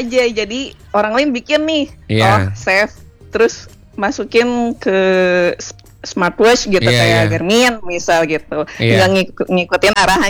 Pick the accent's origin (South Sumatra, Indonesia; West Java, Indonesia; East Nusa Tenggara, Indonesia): West Java, Indonesia; Bandung; Bandung dong.